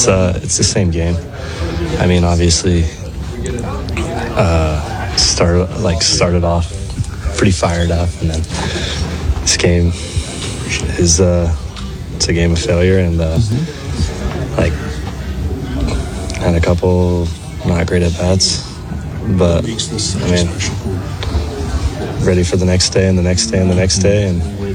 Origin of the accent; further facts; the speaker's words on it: Mississippi, United States; I'm from Mississippi.